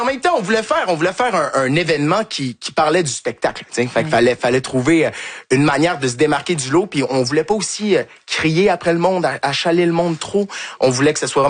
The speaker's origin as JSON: {"language": "French", "region": "Quebec", "country": "Canada", "said": "Et du fait qu'on est québécois aussi, ça aide. On est dans le sud de la France, c'est un accent qu'ils sont pas habitués d'entendre."}